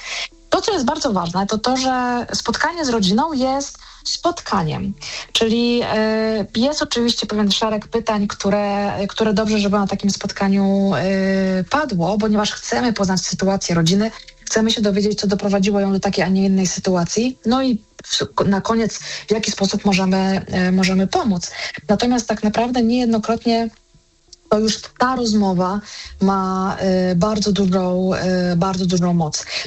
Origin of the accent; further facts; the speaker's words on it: Kraków, Lesser Poland, Poland; ja jestem z Krakowa i mogłoby się wydawać, że Kraków to jest takie z pewnością jedno z zamożniejszych miast.